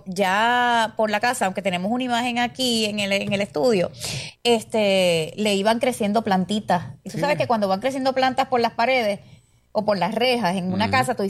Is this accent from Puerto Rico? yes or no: yes; San Juan, Puerto Rico; also born or lived in Manatí; yo me crié en San Juan, pero en Manatí, donde eran mis papás, todo el mundo se conocía